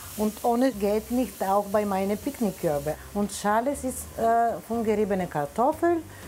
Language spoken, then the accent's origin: German; Bulgaria; German is a second language; Das ist eine kalte Suppe, typisch für Sommerzeiten, welche kommt aus meiner Heimat, aus Bulgarien.